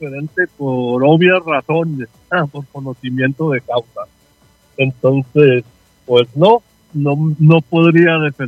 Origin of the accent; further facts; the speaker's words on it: Chihuahua, Mexico; la gran mayoría somos los chihuahuenses